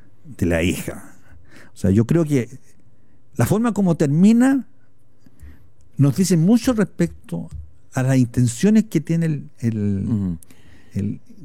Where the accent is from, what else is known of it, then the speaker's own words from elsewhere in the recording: Maule, Chile; moved away as an adult; also born or lived in Santiago, Chile; siempre me tiró el Maule, siempre me atrajo. Mientras estuve en Santiago, que estuve 20 años, siempre yo volvía, retornaba, iba cada 15 días, iba cada semana, digamos. Pasaba mis vacaciones allá.